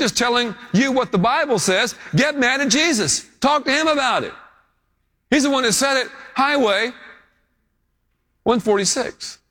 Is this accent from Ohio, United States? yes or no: no; Texas, United States; No, we're from Texas.